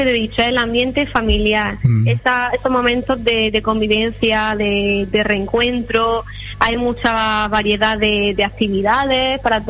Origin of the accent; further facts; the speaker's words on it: Pozo Higuera, Andalusia, Spain; yo soy de Pozo Higuera justamente